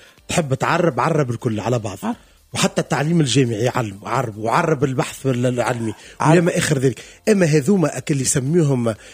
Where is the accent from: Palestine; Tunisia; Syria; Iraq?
Tunisia; احنا مانيش فرنسا، ما احنا تونس